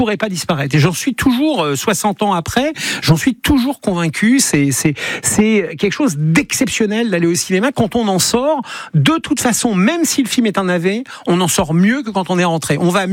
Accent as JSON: {"language": "French", "town": "Elbeuf", "region": "Normandy", "country": "France", "tie": "born or raised there", "said": "Je n'ai jamais bougé d'Elbeuf. J'ai toujours habité Elbeuf. Je suis né à Elbeuf, j'ai fait mes études à Elbeuf."}